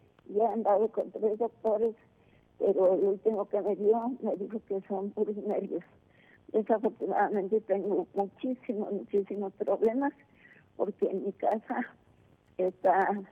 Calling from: Uruapan, Michoacán, Mexico; De Uruapan, Michoacán

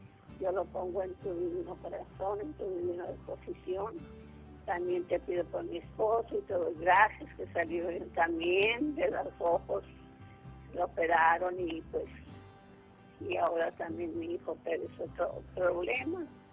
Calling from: Guasave, Sinaloa, Mexico; De Guasave, Sinaloa.

